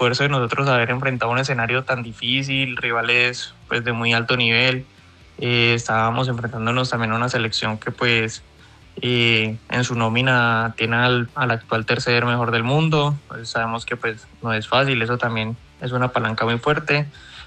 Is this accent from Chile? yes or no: no; Cali, Valle del Cauca, Colombia; es el cariño que uno le tiene a la ciudad y lo que representa pues para nosotros como caleños.